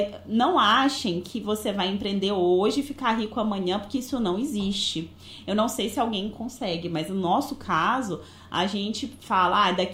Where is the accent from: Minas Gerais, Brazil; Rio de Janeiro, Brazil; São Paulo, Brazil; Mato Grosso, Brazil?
Minas Gerais, Brazil; eu sou de Minas Gerais